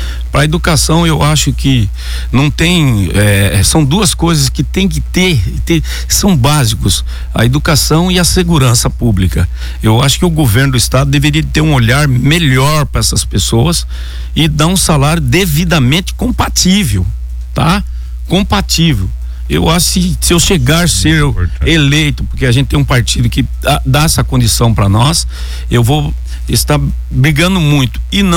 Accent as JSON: {"language": "Portuguese", "town": "São Sebastião", "region": "São Paulo", "country": "Brazil", "said": "Eu sou sebastianense, eu acompanhei a política pública de São Sebastião"}